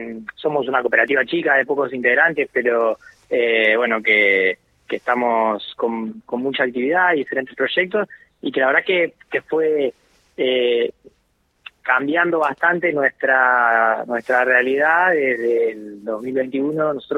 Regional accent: Junín, Buenos Aires Province, Argentina; Bueno, nosotros somos de Junín, provincia de Buenos Aires.

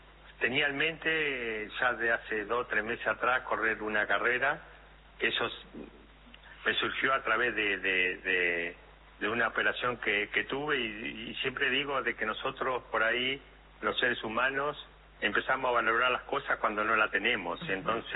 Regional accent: Argentina; la idea era correr en Argentina, que tuve muy poco posibilidades de correr en mi país, y elegí la de Buenos Aires

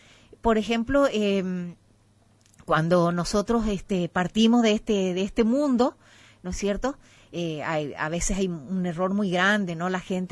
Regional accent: Las Lomitas, Formosa, Argentina; ni yo que soy de Las Lomitas

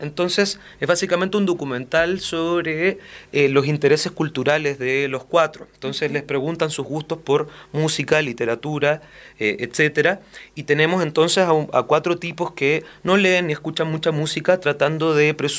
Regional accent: Chile

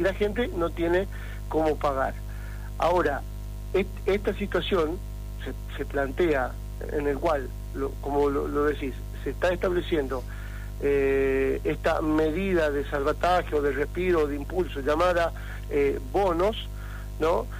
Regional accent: La Rioja, Argentina; Por eso mismo, porque no tenemos los riojanos, hablo como riojano, digamos, por eso digo no tenemos.

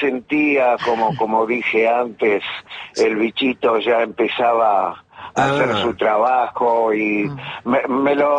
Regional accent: Buenos Aires, Argentina; born there; Nací en el barrio de Versalles.

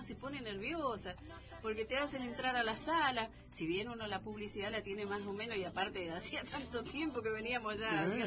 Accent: Buenos Aires, Argentina; porque si yo, que soy de Buenos Aires, vengo a San Rafael

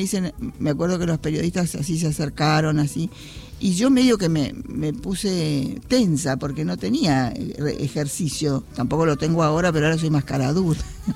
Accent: Los Toldos, Buenos Aires Province, Argentina; born there; moved away; De Los Toldos, donde yo nací, que fui la última que nació en la comunidad de Los Toldos, hoy General Viamonte también.

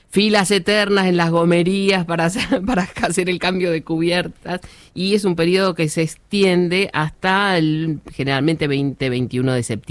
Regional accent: Buenos Aires, Argentina; moved away as an adult; now in Tierra del Fuego, Argentina; soy de Capital Federal

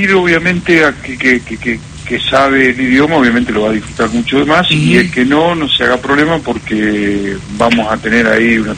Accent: Argentina; nosotros como descendientes italianos acá en Argentina

